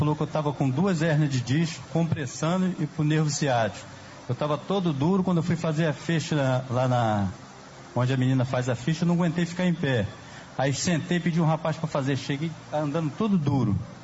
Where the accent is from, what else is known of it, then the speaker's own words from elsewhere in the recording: São Gonçalo, Rio de Janeiro, Brazil; Rio do Ouro, São Gonçalo.